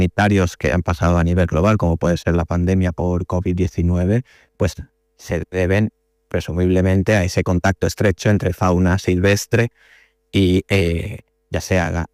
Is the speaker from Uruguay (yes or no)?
no; Santa Maria del Camí, Balearic Islands, Spain; moved away as an adult; also born or lived in León; now in Ciudad Real, Spain; Yo no soy culipardo, soy mallorquín. Vengo de las Islas Baleares y bueno, de un pueblecito del interior. Bueno, de cerca de Palma, realmente, Santa María del Camino.